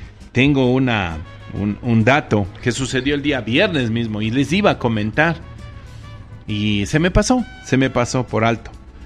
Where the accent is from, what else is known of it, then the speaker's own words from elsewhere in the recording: Ecuador; Yo soy ecuatoriano, soy vivo.